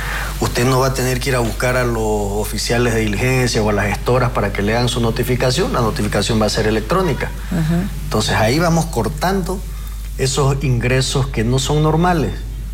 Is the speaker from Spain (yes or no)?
no; Santa Cruz de la Sierra, Santa Cruz, Bolivia; yo vivía en Santa Cruz